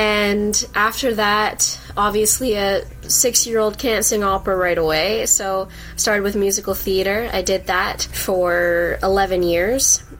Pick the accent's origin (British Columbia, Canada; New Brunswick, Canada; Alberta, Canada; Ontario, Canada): British Columbia, Canada; North Vancouver; I am 19 years old. I've been born and raised in North Vancouver.